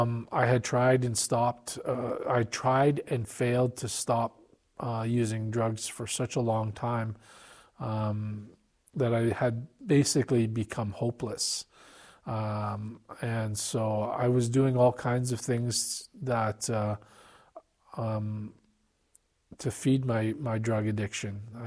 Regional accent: Edmonton, Alberta, Canada; I was born in Edmonton, raised in Edmonton, lived there most of my life

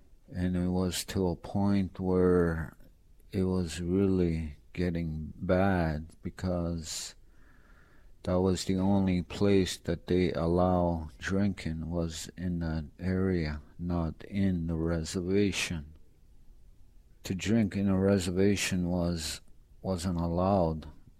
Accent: Ontario, Canada; I'm from Meshkigogman First Nation, Ontario, Canada. And I'm a full-blooded Ojibwe.

